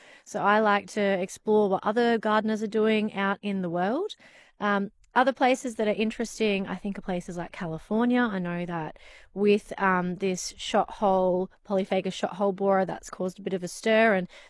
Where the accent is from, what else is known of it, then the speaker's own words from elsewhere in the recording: Queensland, Australia; now in United States; for me, I'm from Queensland, but now I live here in the Midwest. And, you know, in Queensland, it rains a lot.